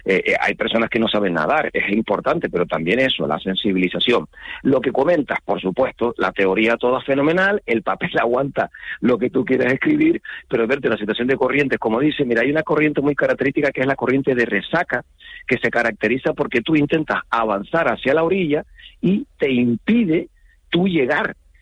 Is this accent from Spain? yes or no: yes; Canary Islands, Spain